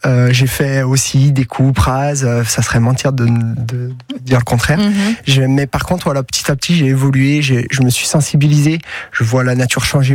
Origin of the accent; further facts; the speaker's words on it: La Tourette, Auvergne-Rhône-Alpes, France; Oui, parce que historiquement, voilà, je suis fils de paysan. Je viens de la Tourette, vers Saint-Monnet-le-Château. Et mon père avait une ferme au milieu des bois.